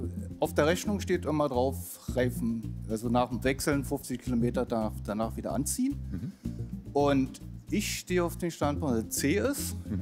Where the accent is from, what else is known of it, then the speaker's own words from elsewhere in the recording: Hüttenrode, Saxony-Anhalt, Germany; Aus Hüttenrode, Blankenburg, Schürke, die Ecke.